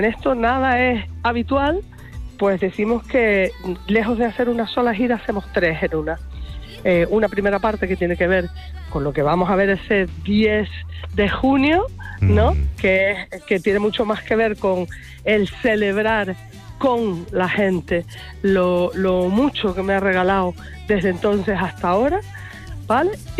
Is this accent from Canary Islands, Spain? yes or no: yes; Arrecife, Canary Islands, Spain; born there; se está terminando de empezar ahora en Arrecife, porque es el sitio donde yo nací, ¿no?